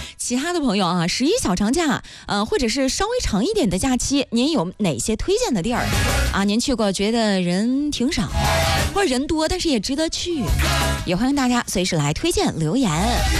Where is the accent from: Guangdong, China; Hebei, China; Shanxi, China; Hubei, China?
Hebei, China; 我的家乡在河北啊